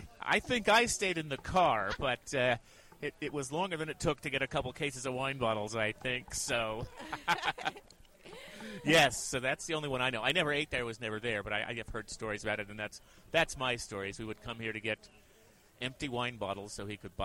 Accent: California, United States; I didn't grow up there. I grew up on Moon Mountain.

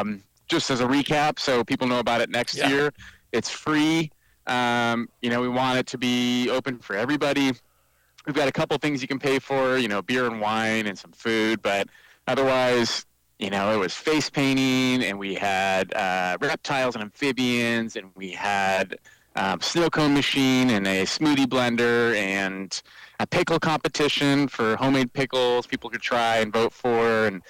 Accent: Sonoma County, California, United States; for me as a person growing up in Sonoma County

